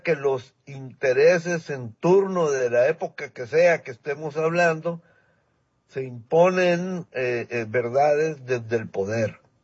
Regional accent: Ensenada, Baja California, Mexico; soy de Ensenada, aquí es Puerto

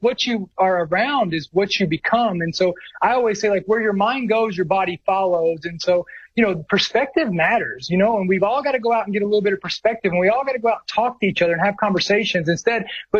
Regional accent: United States; we will never compromise the fact that we are an American first.

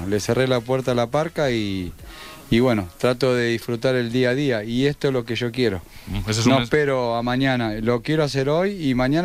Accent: Argentina; moved away; Soy argentino y siempre aliento a la selección. Uh-huh. Y esto es mucho tiempo viviendo acá y nunca perdí la pasión por Argentina.

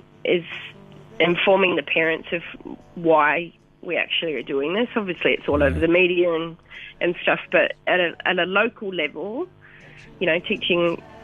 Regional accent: Ashburton, Canterbury, New Zealand; moved away as an adult; now in Australia; I grew up in Ashburton, so I went to Ashburton College and then studied at Lincoln

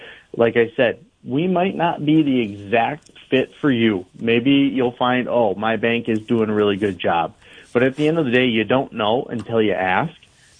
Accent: Estelline, South Dakota, United States; or you're my hometown, small town, Esteline.

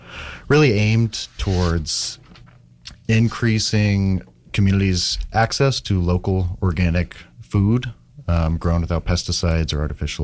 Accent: Albuquerque, New Mexico, United States; I grew up here in Albuquerque. I went to school all sort of throughout the Southeast Heights International District area, Wilson

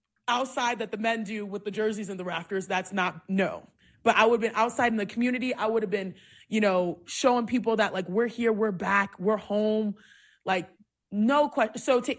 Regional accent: Cypress, Texas, United States; I'm like, oh, I'm from Cypress, like, oh, you ain't from Houston. I'm from the north side. Northwest side.

